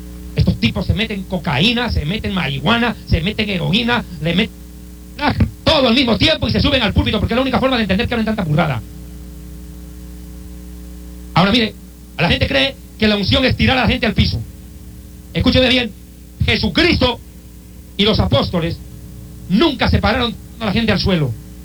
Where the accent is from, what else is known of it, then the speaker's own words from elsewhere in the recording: Bolivia; en Cochabamba, Bolivia, en mi país.